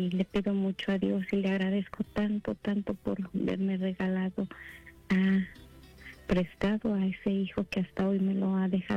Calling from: Houston, Texas, United States; yo llamo desde Houston, Texas, su hermanita

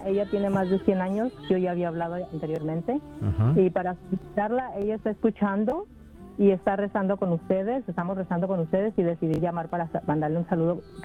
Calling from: Santa Monica, California, United States; De Santa Mónica, California

